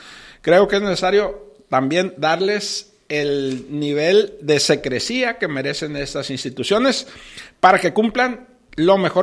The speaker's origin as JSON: {"language": "Spanish", "country": "Mexico", "said": "nos hagan sentir orgullosos como mexicanos"}